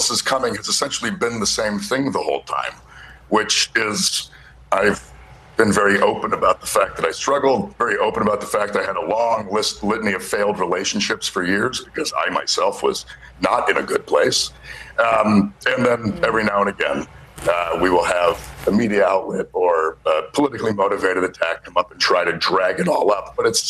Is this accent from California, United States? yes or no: no; Maine, United States; We do not talk about the fact that I know someone in my hometown here who works three jobs and pays over 60% of her monthly income in rent.